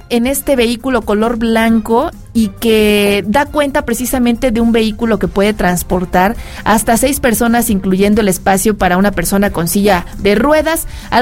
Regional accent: Mexico; como mexicanos nos debemos de sentir orgullosos

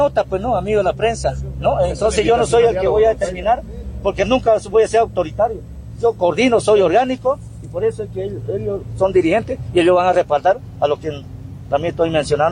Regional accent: Pando, Bolivia; Yo soy boliviano y pandino.

